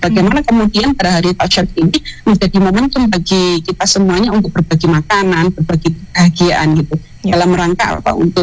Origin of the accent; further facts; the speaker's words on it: Sumatra, Indonesia; saya ini orang Sumatera